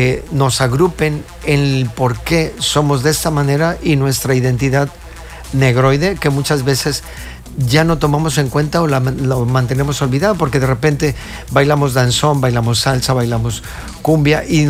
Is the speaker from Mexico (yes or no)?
yes; Mexico